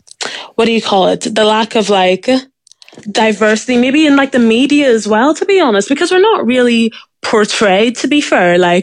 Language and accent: English; Belfast, Northern Ireland, United Kingdom; now I grew up in East Belfast and at the time, now it's like quite different.